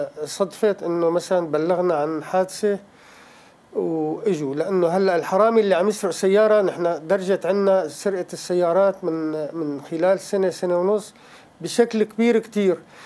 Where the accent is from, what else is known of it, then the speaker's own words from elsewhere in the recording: Artouz, Rif Dimashq, Syria; ببلدتنا أرطوز.